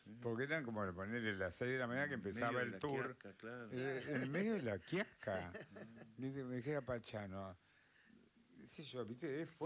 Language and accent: Spanish; Tostado, Santa Fe, Argentina; Yo soy de Tostado, o sea que también soy...